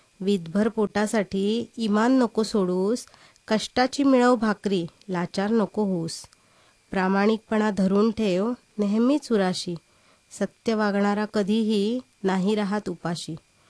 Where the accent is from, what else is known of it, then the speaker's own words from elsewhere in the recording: Kankavli, Maharashtra, India; now in Mira Road, India; Mira road इथे असते. मूळ कोकण गाव, कणकवली बिडवाडी.